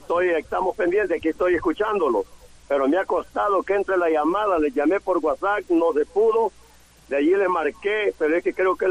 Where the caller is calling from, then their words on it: Alegría, Usulután, El Salvador; Le llamo desde Cantón Yomo, Alegría, Usulután, el pastor de Iglesia Ríos de Agua Viva.